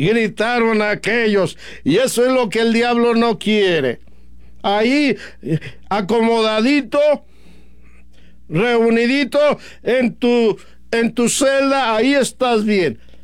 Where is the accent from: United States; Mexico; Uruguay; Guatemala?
Mexico